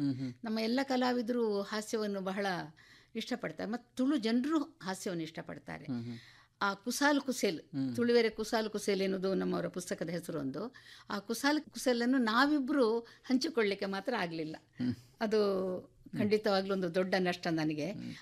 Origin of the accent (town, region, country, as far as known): Dakshina Kannada district, Karnataka, India